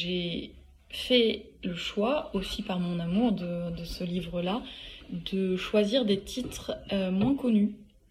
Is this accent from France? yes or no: yes; France; en tant que français